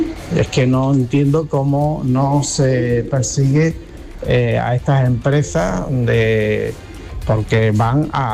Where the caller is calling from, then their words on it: Chiclana de la Frontera, Andalusia, Spain; de Chiclana